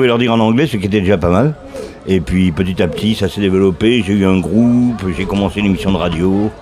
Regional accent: France; moved away as an adult; now in United States; Quand je suis arrivé donc aux States. C'était ça, j'arrivais, je disais salut, je suis français, je peux chanter.

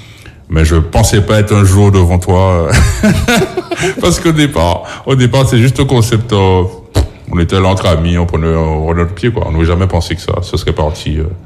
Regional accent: Guadeloupe; moved away as an adult; le plus gros, c'est déclenché quand j'ai quitté la Guadeloupe.

